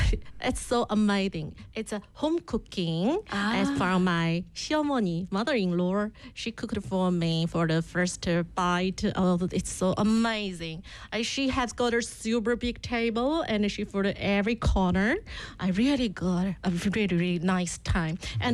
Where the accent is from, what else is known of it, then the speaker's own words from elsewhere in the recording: Shanghai, China; I'm from China, Shanghai.